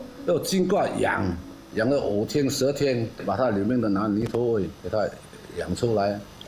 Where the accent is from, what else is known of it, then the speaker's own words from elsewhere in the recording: Chaozhou, Guangdong, China; 我们潮州话就柴卡器，普通话就叫花螃蟹